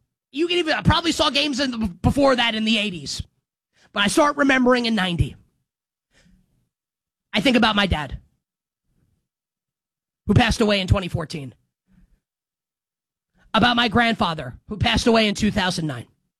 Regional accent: New York, United States; I'm from New York, right?

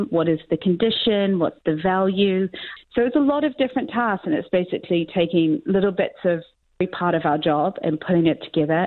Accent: New Zealand; accent: New Zealand; Now I'm trying to say it in my New Zealand accent and I can't.

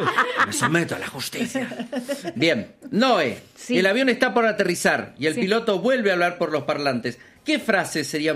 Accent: Córdoba, Argentina; born there; Yo nací en Córdoba.

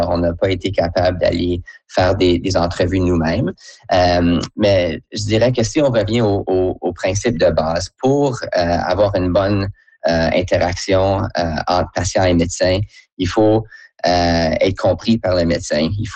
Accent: Ottawa, Ontario, Canada; now in Winnipeg, Canada; Moi, j'ai grandi à Ottawa dans un environnement bilingue. J'ai fait la plupart de mes études en français.

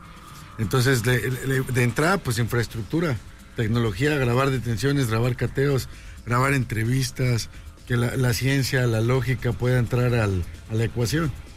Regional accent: Tlaxcala, Mexico; Yo en mi pueblo vengo de Tlaxcala

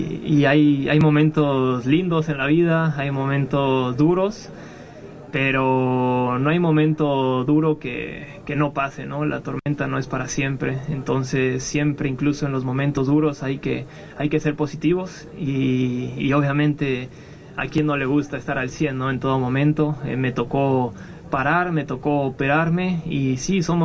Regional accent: Mexico; somos mexicanos, somos familia

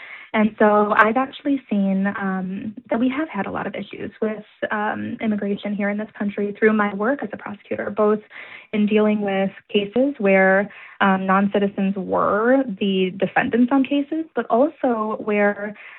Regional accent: Warren, Michigan, United States; I grew up here in Warren, Michigan, and my entire family has always worked for the auto industry.

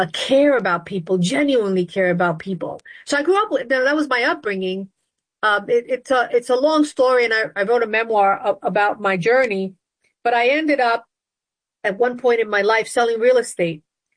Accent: Bronx, New York, United States; My father was a minister. His church was in Harlem. I grew up in the South Bronx. And we lived in the Bronx and commuted to church every day in Harlem.

